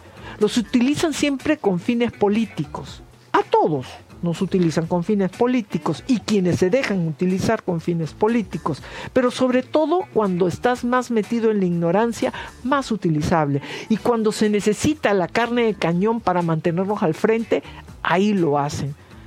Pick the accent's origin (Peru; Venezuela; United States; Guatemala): Peru